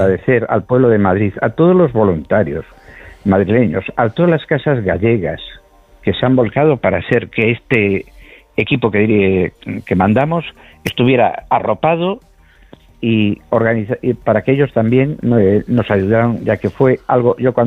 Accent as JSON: {"language": "Spanish", "town": "Punta Arenas", "region": "Magallanes", "country": "Chile", "said": "Te dije que no somos perfectos, pero somos de Punta Arenas, que es casi lo mismo."}